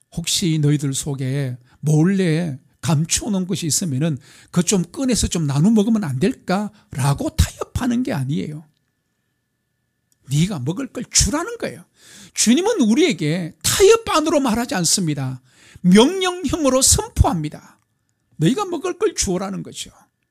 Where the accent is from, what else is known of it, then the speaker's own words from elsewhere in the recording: Yeongdeok, North Gyeongsang, South Korea; moved away as an adult; 제 고향이 경상북도 영덕군 변곡면 원항 12994번지에 태어나서 거기서 자랐습니다. 청년이 돼서 객지로 나올 때까지 우리 동네는 기차가 없어요. 유일한 도로는 동해안선에 하나밖에 없는 7번 국도.